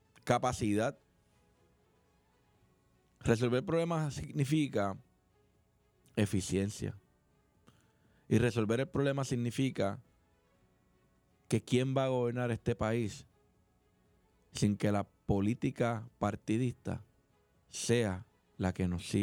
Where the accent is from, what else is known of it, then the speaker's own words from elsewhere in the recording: Puerto Rico; nosotros como puertorriqueños seguimos enfrentando día a día.